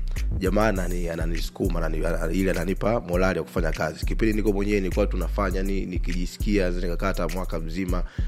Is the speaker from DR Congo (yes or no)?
no; Lindi, Tanzania; moved away; home kwetu ni Lindi.